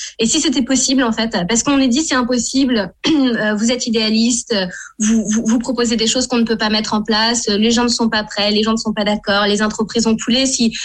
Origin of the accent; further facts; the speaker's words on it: France; en tant que Français et Françaises